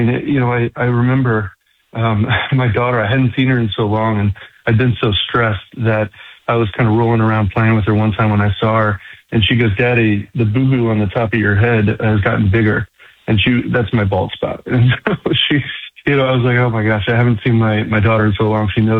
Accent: New York, United States; now in Houston, United States; being a New Yorker coming into Houston, it was just incredible.

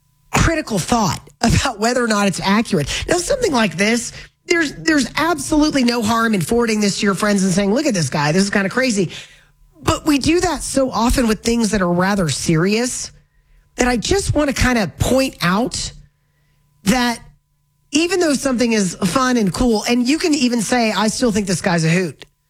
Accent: Florida, United States; moved away; my hometown in Florida

